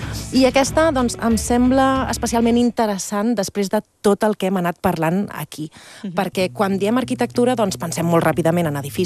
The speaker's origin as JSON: {"language": "Catalan", "town": "Barcelona", "region": "Catalonia", "country": "Spain"}